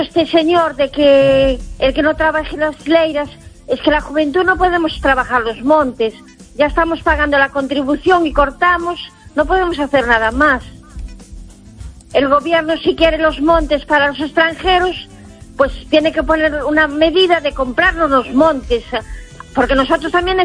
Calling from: A Coruña, Galicia, Spain; Hola, Esther. … de La Coruña.

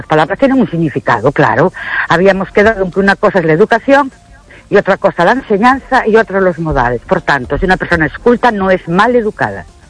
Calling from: Ourense, Galicia, Spain; Buenas noches … de Orense.

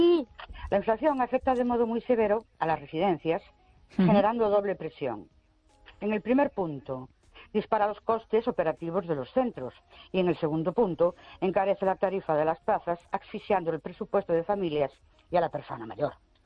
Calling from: Ourense, Galicia, Spain; Buenas noches … de Ourense.

